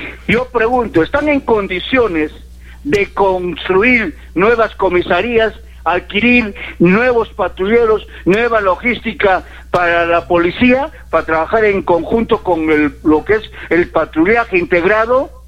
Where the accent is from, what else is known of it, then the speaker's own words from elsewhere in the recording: Arequipa, Peru; yo siempre que llego acá a mi tierra, Arequipa, lo primero que hago es prender la emisora de Radio Más